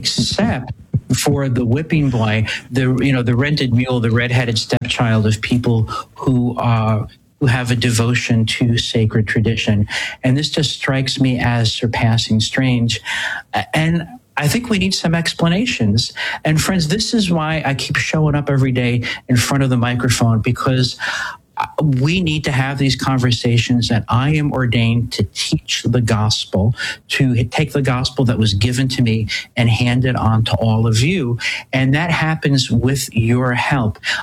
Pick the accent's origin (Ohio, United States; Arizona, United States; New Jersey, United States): New Jersey, United States; Newark; born there; Newark, New Jersey, the land of my birth.